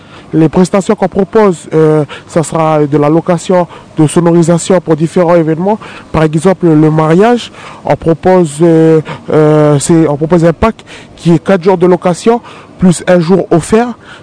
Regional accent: Lifou, Loyalty Islands Province, New Caledonia; Je suis originaire de Dokin.

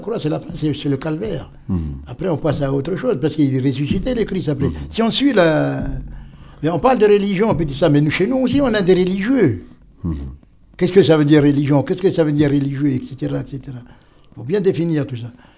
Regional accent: Saint-Louis, Senegal; Parce qu'à Saint-Louis, là où je suis, moi, je suis de Saint-Louis. On plantait le riz à Saint-Louis, quand on était tout petit, quoi, enfin 10 ans, 11 ans, on plantait le riz avec les Chinois.

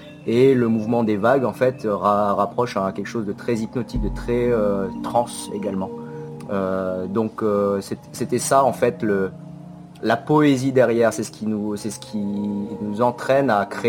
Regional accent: New Caledonia; je suis vietnamien de culture calédonienne, de culture kanak, parce que j'ai vécu ici, j'ai grandi ici.

